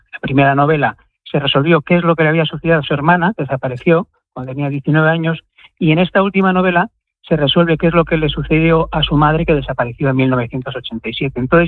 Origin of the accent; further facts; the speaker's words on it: Bilbao, Basque Country, Spain; yo soy bilbaíno de siempre